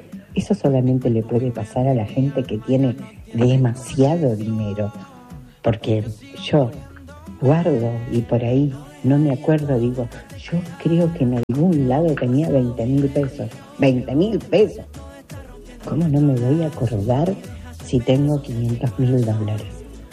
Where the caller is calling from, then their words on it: San Justo, Buenos Aires Province, Argentina; de San Justo.